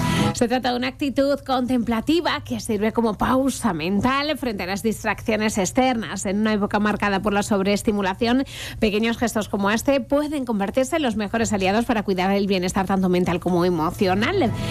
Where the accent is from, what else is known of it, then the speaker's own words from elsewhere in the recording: Spain; Pues como somos los españoles en general.